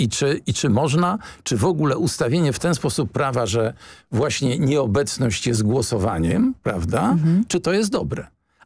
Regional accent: Warsaw, Masovian Voivodeship, Poland; born there; Jestem z urodzenia warszawiakiem

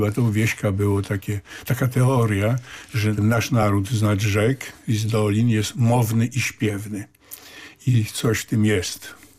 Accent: Łomża, Podlaskie Voivodeship, Poland; moved away; also born or lived in Białystok / Warsaw / Canada; Ja urodziłem się w Łomży i spędziłem tam dzieciństwo, biedne, ale szczęśliwe, na łąkach nadnarwiańskich właśnie.

